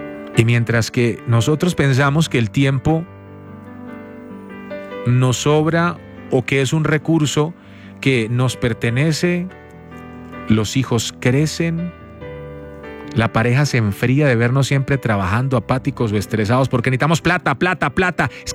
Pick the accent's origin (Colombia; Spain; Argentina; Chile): Colombia; Si somos colombianos promedios